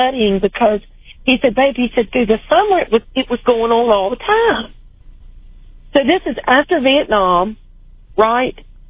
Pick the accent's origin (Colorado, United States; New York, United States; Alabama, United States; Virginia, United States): Virginia, United States